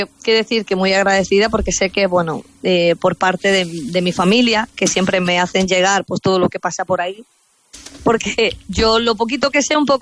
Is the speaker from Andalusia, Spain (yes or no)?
yes; Antequera, Andalusia, Spain; moved away